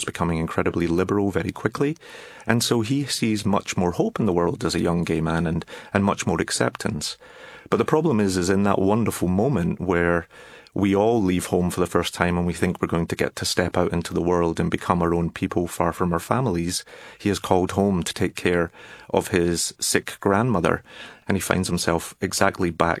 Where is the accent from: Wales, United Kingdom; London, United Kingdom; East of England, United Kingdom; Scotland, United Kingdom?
Scotland, United Kingdom; Glasgow; I am a Scotsman who grew up in Glasgow, but I had never been to the Outer Hebrides before.